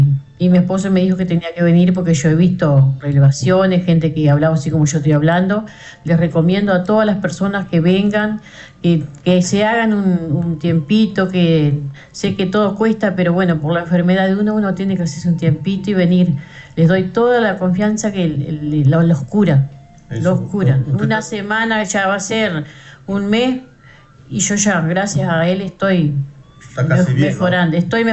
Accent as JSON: {"language": "Spanish", "town": "Villa Constitución", "region": "Salto", "country": "Uruguay"}